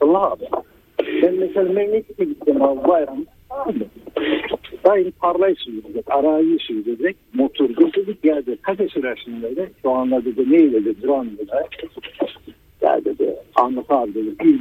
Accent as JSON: {"language": "Turkish", "region": "Kayseri", "country": "Turkey", "said": "Ben aslında Kayseri'liyim. Kayseri'de mesela bir numaralı zengin boylak var abi."}